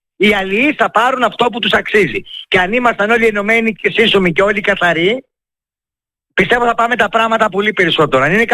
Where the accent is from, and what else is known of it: Thessaly, Greece